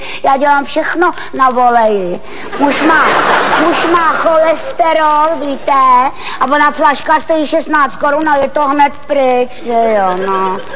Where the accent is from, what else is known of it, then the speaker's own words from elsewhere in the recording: Prague, Czechia; Kdybyste mě potkal trošku upravenou, tak by vám bylo jasný, že jsem z Prahy.